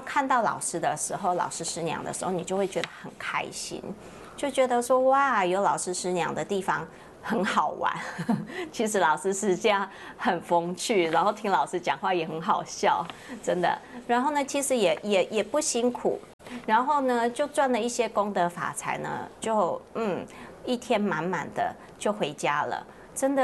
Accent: Nantou County, Taiwan; 我觉得好像我是也是在南投长大的孩子，我每次到仙佛寺的时候，我都觉得说好像我回到了小时候

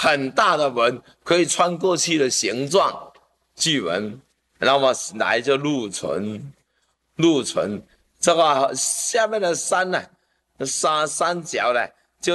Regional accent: Taiwan; 他们不认识啊，我们台湾人不认识

